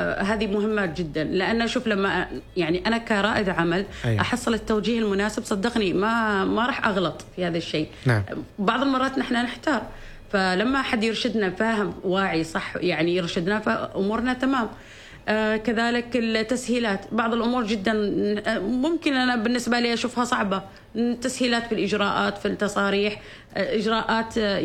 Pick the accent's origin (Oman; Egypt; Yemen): Oman; نحن يعني عماني في عماني،